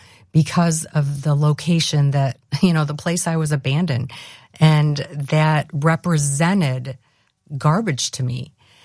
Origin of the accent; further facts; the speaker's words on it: Manhattan, Illinois, United States; I was raised in Manhattan, Illinois. It's a very small rural town between Joliet and Kankakee.